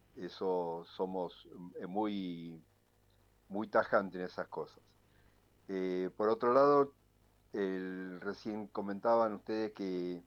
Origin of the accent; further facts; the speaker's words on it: Burzaco, Buenos Aires Province, Argentina; also born or lived in Frías, Santiago del Estero; yo me tuve que criar en Bursaco